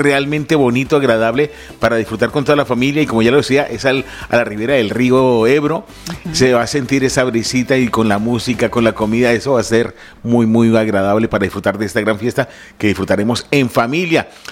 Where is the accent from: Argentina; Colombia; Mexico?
Colombia; now in Zaragoza, Spain; todos los colombianos que estamos acá en Zaragoza